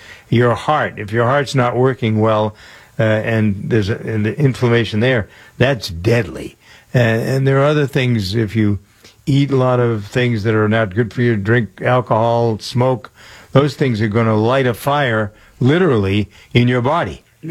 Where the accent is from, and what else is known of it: Framingham, Massachusetts, United States; born or raised there